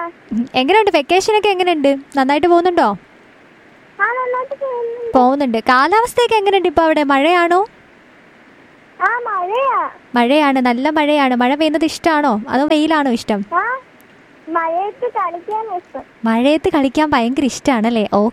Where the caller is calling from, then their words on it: Puthur, Kerala, India; പുത്തൂരിൽ നിന്ന്.